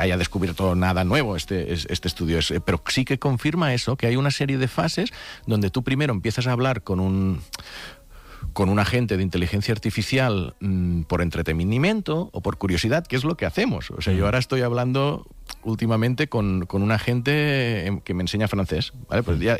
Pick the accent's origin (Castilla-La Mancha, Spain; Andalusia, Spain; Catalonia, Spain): Catalonia, Spain; Ebro Delta; Pues algunas cosas, mira que soy del Delta del Ebre, hay mosquitos, sí.